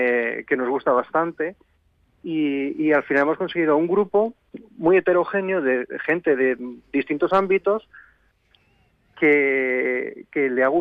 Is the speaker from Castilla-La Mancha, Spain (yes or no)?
yes; Azuqueca de Henares, Castilla-La Mancha, Spain; moved away; nosotros los que somos de Azuqueca la seguimos llamando pueblo con un cierto cariño y una cierta nostalgia